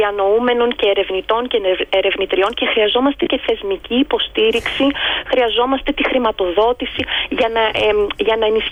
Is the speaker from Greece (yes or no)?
no; Australia; επιλέγω να είμαι, να είμαι Έλληνας της Αυστραλίας σε κάποια πλαίσια, σε κάποιες περιστάσεις, ή επιλέγω να είμαι Αυστραλός σε κάποιες άλλες.